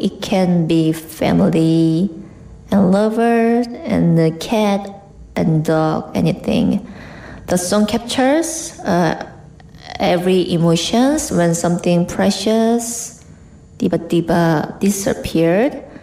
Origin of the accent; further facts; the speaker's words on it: South Korea; now in Indonesia; from South Korea, but I already live in Indonesia a bit, so I feel I'm almost Indonesian, especially Orang Ciputat.